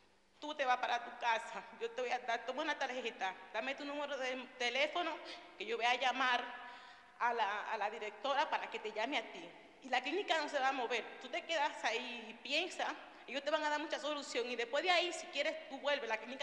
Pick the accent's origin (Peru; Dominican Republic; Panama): Dominican Republic; moved away as an adult; soy de República Dominicana, tengo 3 niños, y quedé embarazada aquí.